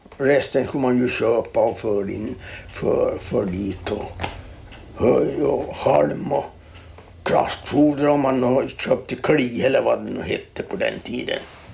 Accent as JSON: {"language": "Swedish", "country": "Sweden", "tie": "born or raised there", "said": "Jag är född på Skobholm, och då var det Uvenholme då. Men det är ju vägar överallt dit ut nu, så att det hör ju till fasta hamnen, kan man säga."}